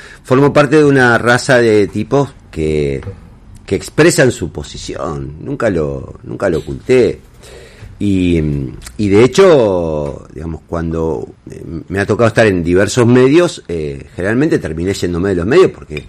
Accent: Santa Fe, Argentina; me quedé en Santa Fe, en lugar de ir a estudiar comunicación afuera, me quedé en Santa Fe

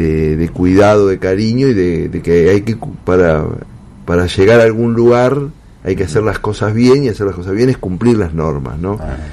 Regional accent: Argentina; also born or lived in Barcelona; los argentinos, nosotros

